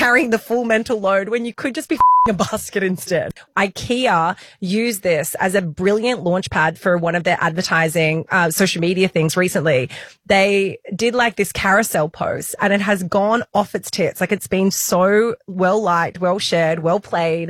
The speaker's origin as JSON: {"language": "English", "town": "Wollongong", "region": "New South Wales", "country": "Australia", "said": "I say rattan. Yeah, because I'm from Wollongong."}